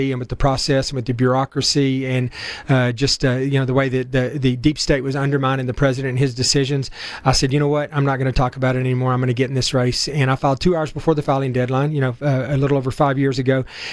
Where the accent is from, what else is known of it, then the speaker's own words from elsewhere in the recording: Levelland, Texas, United States; This is where I grew up. I grew up in Loveland, Texas, west of Lubbock, at the base of the Panhandle, essentially in West Texas in the Panhandle.